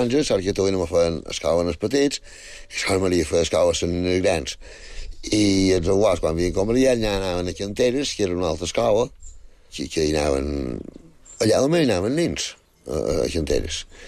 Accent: Felanitx, Balearic Islands, Spain; born there; Sí. Bueno, vaig néixer a Falenits, a Sant Triau, en el barri de Sant Maixida.

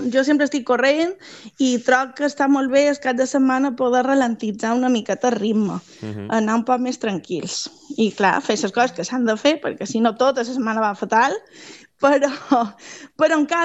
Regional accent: Magaluf, Balearic Islands, Spain; Jo vaig visc a Magaluf des dels 3 anys, o sigui, tota la vida d'aquí, i el meu fill ha nascut aquí i tots som de Magaluf, però a més tots ho reivindicam molt.

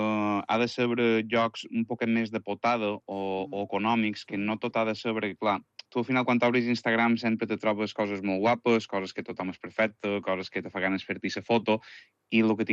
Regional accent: Sineu, Balearic Islands, Spain; Jo soc de Sineu. El meu mare és Llongueta, de Santa Catalina, i mon pare és de Zamora. I jo he nascut i m'he criat i visc encara dia d'avui a Sineu.

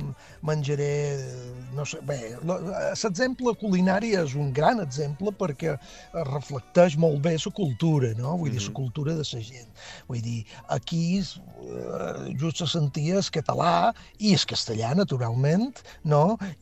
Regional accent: Felanitx, Balearic Islands, Spain; now in New York, United States; Som de Felanitx, sí, sí.

